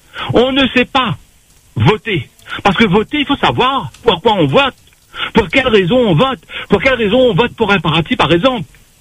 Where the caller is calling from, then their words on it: France; Sauf chez nous, en France.